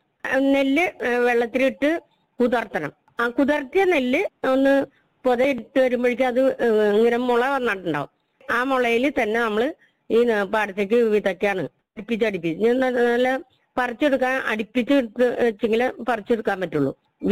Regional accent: Kerala, India; moved away as an adult; now in Mowlassery, Nedumbassery, India; ഞാൻ മൗലശ്ശേരിയിലാണ് ഇപ്പോൾ ജീവിക്കുന്നത്. ഞാൻ ജനിച്ചത് പുത്തുമല്ലിയുടെ പഞ്ചായത്തിന്റെ ചെറുകിടപ്പുറ ഏരിയ എന്ന് പറയും, അവിടെയാണ് ജനിച്ചത്. അവിടെ നിന്ന് ഞാൻ കല്യാണം കഴിഞ്ഞാണ് മൗലശ്ശേരിക്ക് വരുന്നത്, നെടുമ്പാശ്ശേരി പഞ്ചായത്തിന്റെ 1-ാം വാർഡിലേക്ക്.

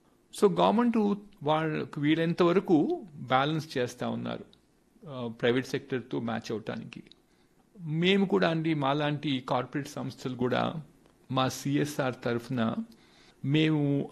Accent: Mokshagundam, Andhra Pradesh, India; born there; moved away; మా ఊరు ఒకటేనండి, మోక్షగుండం అంటారు. ఇది ప్రకాశం డిస్టిక్లో బుధవారపేట మండలంలో ఉందండి విలేజ్. మా ఫాదర్ది ఆ ఊరు అనమాట. నేను అక్కడి నుంచి మైగ్రేట్ అయిపోయాను, ఒక 50 ఏళ్ళు అయిపోయింది నేను ఆ ఊర్లో ఉండి.

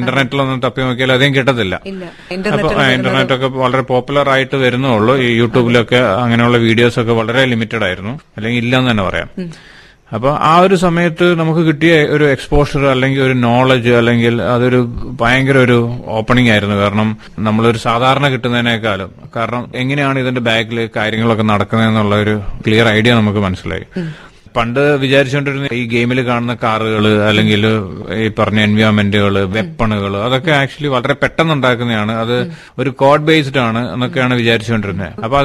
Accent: Kerala, India

